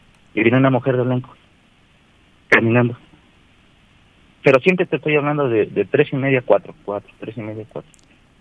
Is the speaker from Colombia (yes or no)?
no; Atencingo, Puebla, Mexico; Yo de Apizaco para tu pobre casa, que yo soy de aquí de Lobo.